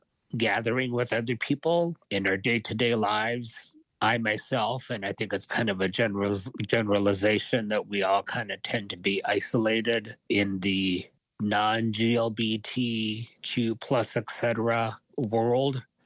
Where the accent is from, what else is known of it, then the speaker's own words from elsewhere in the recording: Hibbing, Minnesota, United States; I grew up in northern Minnesota, so it was a much different environment. I grew up in Hibbing.